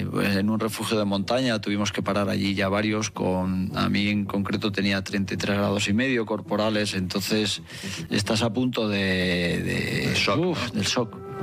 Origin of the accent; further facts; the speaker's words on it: Béjar, Castile and León, Spain; Yo soy de Béjar, de jamón.